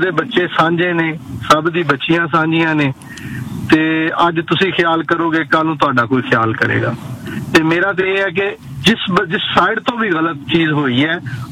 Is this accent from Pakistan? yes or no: yes; Punjab, Pakistan; now in Canada; ਤੇ ਮੈਂ ਪਾਕਿਸਤਾਨ ਤੋਂ ਹਾਂ